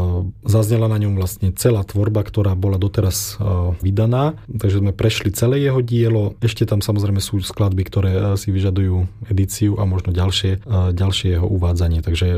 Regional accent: Spišská Nová Ves, Košice Region, Slovakia; Pôjdeme najprv do Spišskej Novej Vsi, odkiaľ pochádzam.

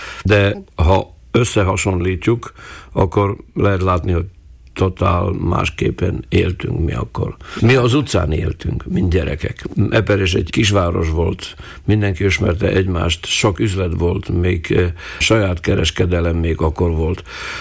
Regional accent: Prešov, Prešov Region, Slovakia; odahaza Eperjesen. Amikor én születtem, akkor az öreg anyám és az öreg apám, a édesanyámnak a oldalról, azok csak magyarul beszéltek.

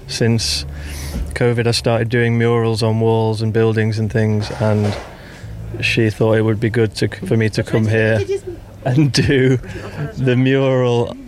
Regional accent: North West England, United Kingdom; now in Sheffield, United Kingdom; Originally near Manchester in England, but I live in Sheffield in South Yorkshire, in the north of England.

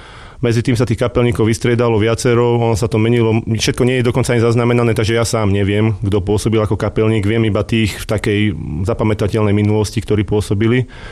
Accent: Topoľčianky, Nitra Region, Slovakia; Tak pochádzame z obce Topolčianky, ktorá sa nachádza asi 5 km od Zlatých Moraviec v Nitrianskom kraji.

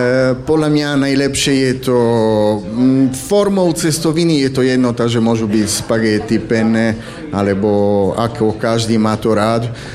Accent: Trieste, Friuli-Venezia Giulia, Italy; Slovak is a second language; now in Slovakia; S tým, že z Trieste, my to máme s kultúrou, boli sme z Rakúsko-Uhorskou do 1918, takže máme veľa spolu aj tu, takže cítim sa tu ak doma na viacerých veci.

